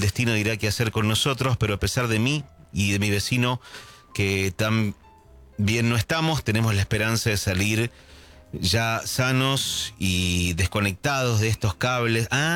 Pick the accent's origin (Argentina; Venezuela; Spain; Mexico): Argentina; San Nicolás, Buenos Aires Province